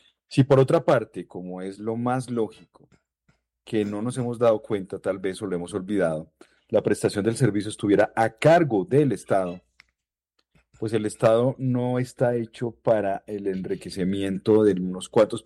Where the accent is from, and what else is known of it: Colombia